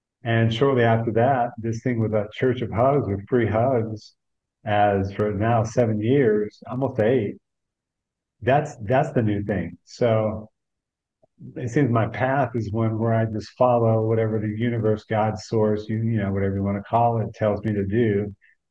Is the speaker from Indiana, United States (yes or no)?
no; Texas, United States; Well, I grew up in Texas, hence the name.